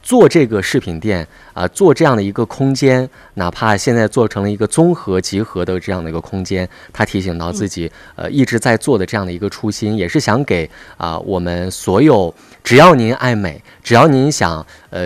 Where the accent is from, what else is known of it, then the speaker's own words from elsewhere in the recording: Xinjiang, China; accent: Xinjiang dialect; 用我们新疆话说跟闺蜜倒四费呀